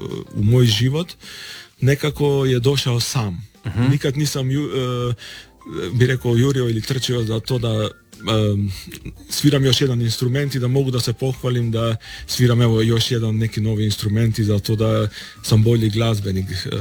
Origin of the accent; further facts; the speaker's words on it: North Macedonia; moved away; ja inače dolazim iz Makedonije